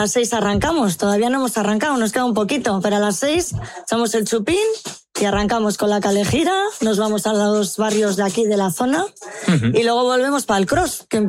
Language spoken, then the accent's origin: Spanish; Berango, Basque Country, Spain; He nacido en la casa donde vivo. ¿Qué más quieres que te diga? O sea, yo soy de Verano toda la vida.